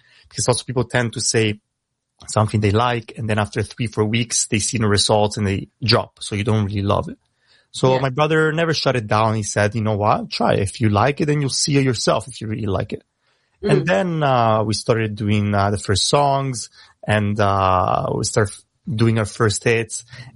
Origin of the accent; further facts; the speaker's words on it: Italy; first language Italian; English is a second language; I'm trying now to get better to rap in English because it's obviously not my first language. You hear my accent a lot, but in Italian just becomes natural.